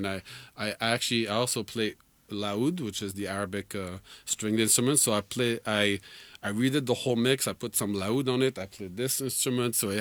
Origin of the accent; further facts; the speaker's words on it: France; And then I grew up in France. So in France, he was like absolutely like the war.